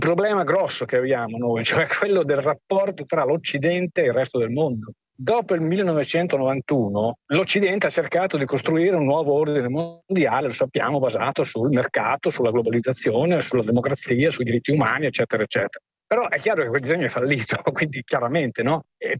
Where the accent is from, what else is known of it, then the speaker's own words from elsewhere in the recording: Mantua, Lombardy, Italy; now in Bologna, Italy; Buongiorno … chiamo da Bologna, anche se sono di Mantova.